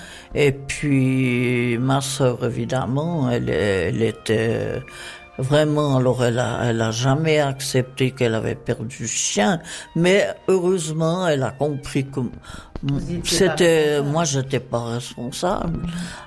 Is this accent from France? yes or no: no; Chavornay, Vaud, Switzerland; je suis née, donc je suis vaudoise, pure vaudoise. Je suis née dans un petit village qui s'appelle Chavornay et qui se trouve, qu'est-ce qu'on va dire, au pied du Jura.